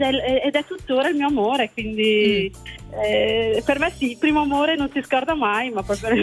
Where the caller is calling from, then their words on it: Veneto, Italy; Siamo dalla provincia di Verona.